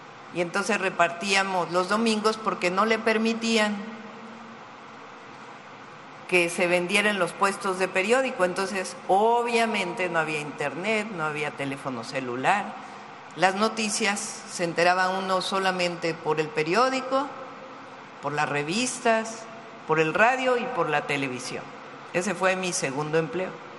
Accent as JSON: {"language": "Spanish", "region": "State of Mexico", "country": "Mexico", "tie": "born there", "said": "yo soy de la Ciudad de México. Bueno, viví en el Estado de México de niña. Y luego, pero nací en la Ciudad de México."}